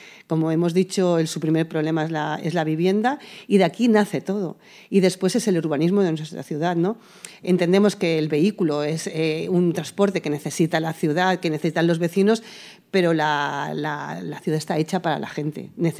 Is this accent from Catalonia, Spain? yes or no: yes; Castelldefels, Catalonia, Spain; una vecina más, que se ha criado en Castilldefels, que ha tenido negocio en Castilldefels, que ha criado a su hija en Castilldefels y que yo vivo en Castilldefels y vivo mi ciudad.